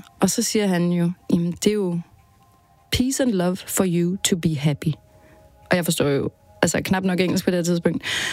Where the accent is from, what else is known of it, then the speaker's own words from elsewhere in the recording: Vanløse, Capital Region of Denmark, Denmark; Da jeg hører … på vinyl, hip-albummet, havde min far. Det hører vi hjemme i Vandløse